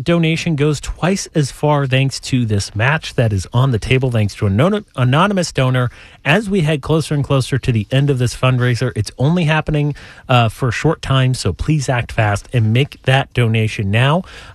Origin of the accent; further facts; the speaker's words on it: Boston, Massachusetts, United States; Sorry, I'm from Boston, have to mention